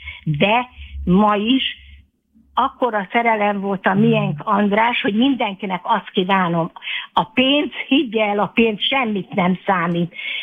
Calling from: Hungary; hogy igen, hogy magyar vagyok

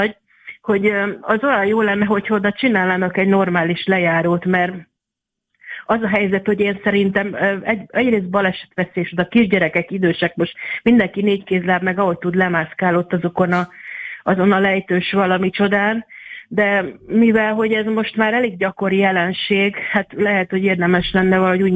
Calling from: Budapest, Hungary; mert én budapesti vagyok

